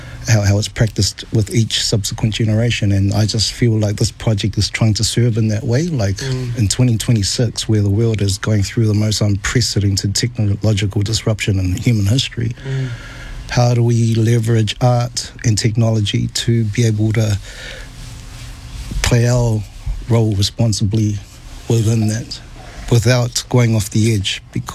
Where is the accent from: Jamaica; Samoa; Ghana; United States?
Samoa; And I'm from Savai'i